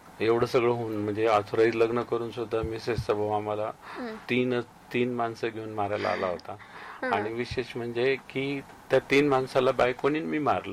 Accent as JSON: {"language": "Marathi", "town": "Georai", "region": "Maharashtra", "country": "India", "tie": "born or raised there", "moved": "as an adult", "lives_now": "Ahmednagar, India", "said": "माझं बालपण बीड मध्ये गेलेलं आहे. मी बीड जिल्ह्यातला आहे, गेवराई तालुक्यामध्ये मी माझं बालपण गेलेलं आहे."}